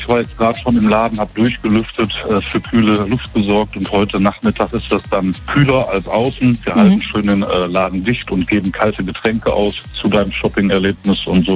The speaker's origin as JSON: {"language": "German", "country": "Germany", "said": "wir in Zentraleuropa, gerade als Deutsche"}